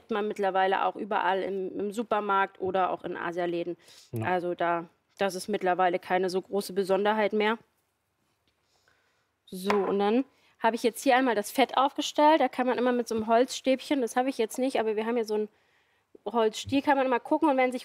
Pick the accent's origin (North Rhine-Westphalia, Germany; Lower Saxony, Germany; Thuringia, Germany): Thuringia, Germany; Und ja, ich komme aus Thüringen. Von daher dürfen auch Klöße eigentlich das ganze Jahr bei mir Einzug in meiner Küche erhalten.